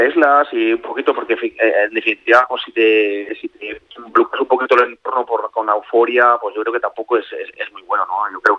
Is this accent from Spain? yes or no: yes; Spain; porque evidentemente todos somos españoles y queremos ver a España lo más alto.